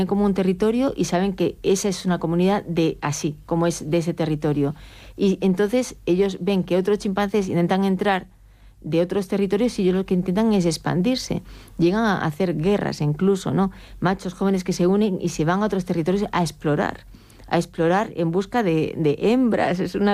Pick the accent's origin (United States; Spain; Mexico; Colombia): Spain; Galicia; accent: Galician; moved away; yo soy gallega, ¿no? Los gallegos estamos en Galicia. Bueno, yo no estoy en Galicia ahora, pero no tengo mucho acento, pero yo antes tenía acento.